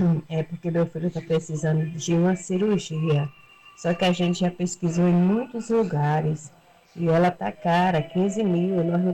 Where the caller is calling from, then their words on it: Oliveira dos Campinhos, Bahia, Brazil; eu sou de Oliveira dos Campinhos.